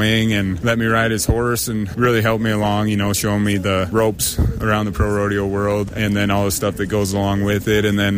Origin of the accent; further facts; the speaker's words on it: Minnesota, United States; And, you know, growing up in Minnesota, it kind of seemed a little far-fetched with not very many guys ever making it from Minnesota at the time we were high school rodeoing and stuff.